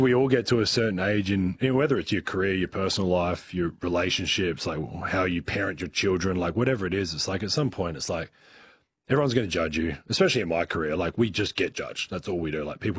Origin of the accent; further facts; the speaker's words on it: Adelaide, South Australia, Australia; Yeah, growing up in Adelaide and playing for the Tigers, like, you just don't, those things never, like, I wanted to play for Australia.